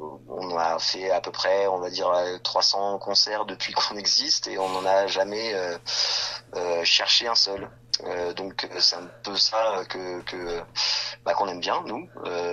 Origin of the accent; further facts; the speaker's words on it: Bures-sur-Yvette, Île-de-France, France; born there; also born or lived in Paris; Alors nous, on est de Paris et de Bures-sur-Yvette. Bures-sur-Yvette, c'est une petite ville qui est dans la vallée de Chevreuse.